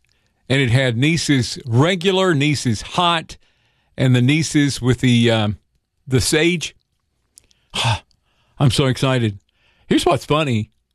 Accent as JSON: {"language": "English", "area": "the Piedmont", "region": "North Carolina", "country": "United States", "said": "My wife and I both grew up on it. We're both from the Piedmont in North Carolina"}